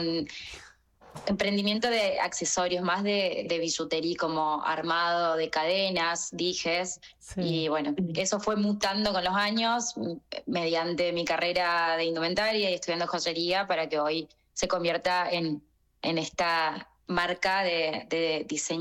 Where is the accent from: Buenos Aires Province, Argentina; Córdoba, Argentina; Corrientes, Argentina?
Corrientes, Argentina; Paso de los Libres; Yo soy de Paso de los Libres Corrientes. Es un pueblo acá en Corrientes.